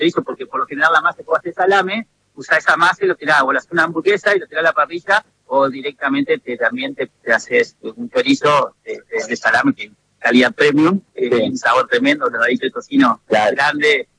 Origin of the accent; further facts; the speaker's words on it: Viale, Entre Ríos, Argentina; born there; yo tenía acá a 50 kilómetros, donde nací en Viales, tengo un pequeño lugar donde procesamos la carne